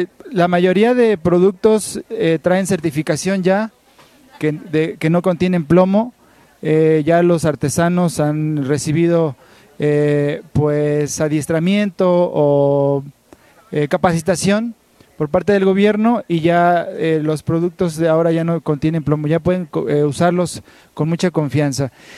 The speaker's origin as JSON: {"language": "Spanish", "town": "Atzalán", "region": "Veracruz", "country": "Mexico", "moved": "yes", "said": "Venimos de Atzalán, Veracruz, de la zona Totonaca."}